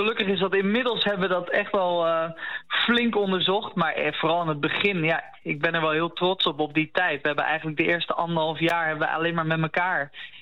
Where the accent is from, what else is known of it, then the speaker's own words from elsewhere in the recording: The Hague, South Holland, Netherlands; Ik kom zelf ook uit Den Haag.